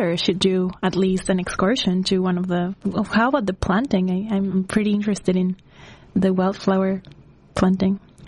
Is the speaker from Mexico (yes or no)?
yes; Mexico; now in Boston, United States; I'm from Mexico